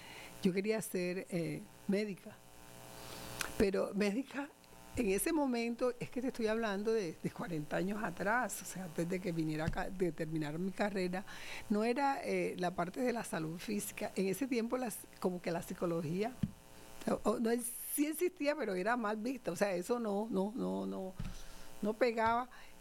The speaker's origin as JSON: {"language": "Spanish", "town": "Barranquilla", "region": "Atlántico", "country": "Colombia", "tie": "born or raised there", "also_born_or_lived": "Puerto Escondido, Córdoba, Colombia", "said": "Estudié en Barranquilla, nací en Puerto Escondido, pero la familia se fue estando yo muy niña para Barranquilla. Tengo los dos, el corazón lo comparto entre Puerto y entre Barranquilla. ¿Qué te digo? En Barranquilla terminé también bachillerato"}